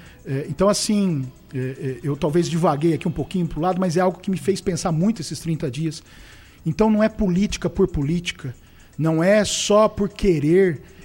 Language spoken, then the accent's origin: Portuguese; Bauru, São Paulo, Brazil; moved away as an adult; now in Limeira, Brazil; minha vida hoje está em Limeira. Eu sou natural da cidade de Bauru, passei boa parte da minha vida lá, mas sempre trabalhei fora.